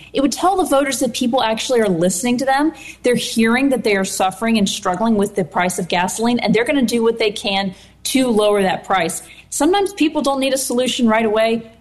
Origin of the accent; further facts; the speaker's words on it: Georgia, United States; I've actually seen it in my home state of Georgia.